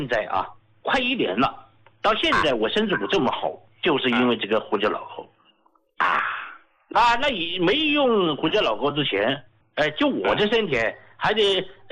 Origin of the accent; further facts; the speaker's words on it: Sichuan, China; accent: Sichuanese; 用我们四川话讲呢，那睡得踏实了。